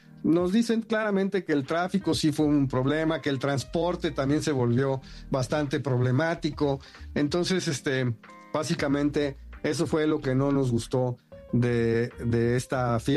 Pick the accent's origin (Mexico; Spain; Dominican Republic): Mexico; La unión y el decir somos mexicanos y estamos orgullosos y todos somos iguales